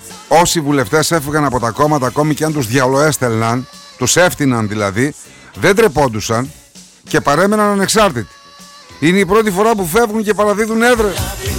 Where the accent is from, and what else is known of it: Central Macedonia, Greece